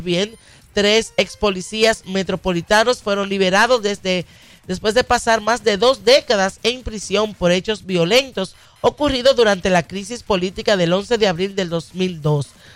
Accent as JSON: {"language": "Spanish", "country": "Dominican Republic", "moved": "yes", "lives_now": "United States", "said": "desde aquí, desde Estados Unidos y siendo dominicana"}